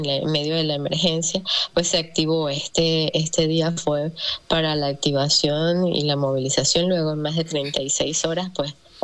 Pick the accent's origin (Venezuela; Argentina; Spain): Venezuela; Entonces, lo que esperamos como venezolanos, como ciudadanos, es que la ayuda llegue a quien tenga que llegar